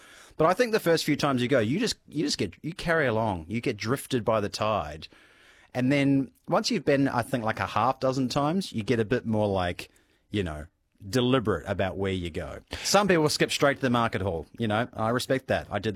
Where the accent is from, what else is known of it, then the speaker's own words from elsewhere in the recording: New Zealand; moved away as an adult; You know, I'm from New Zealand originally, and New Zealand, up until I think maybe 6 months ago, didn't have an IKEA. So I didn't grow up with IKEA being the sort of cultural staple that it is. But then I moved here in 2005 as a fresh-faced 20-year-old